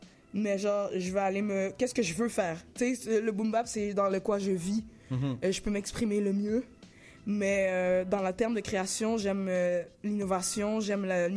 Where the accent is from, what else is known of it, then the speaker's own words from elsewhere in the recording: Laval, Quebec, Canada; born there; now in Montreal, Canada; J'ai fait un petit temps à Montréal. Mes parents ont travaillé très fort. On est allé j'ai habité à SF. J'ai grandi à Sainte-Rose.